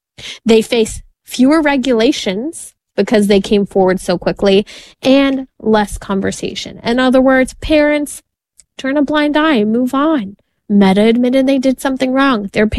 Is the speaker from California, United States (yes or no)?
yes; California, United States; we have my home state of California